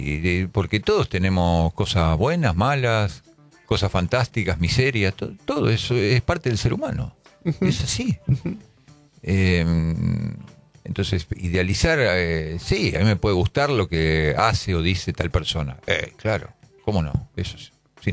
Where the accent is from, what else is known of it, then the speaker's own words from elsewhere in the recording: Buenos Aires, Argentina; De Villa Urquiza. Sí, toda la vida vivo en Villa Urquiza. Sí, claro, Villa Urquiza. Pero no vivo más en Villa Urquiza. Un montón de años que no vivo en Villa Urquiza.